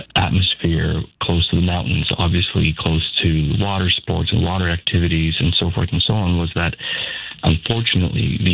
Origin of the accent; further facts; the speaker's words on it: Victoria, British Columbia, Canada; I grew up in the city. I grew up in Victoria. And for a little while, we lived in Esquimalt.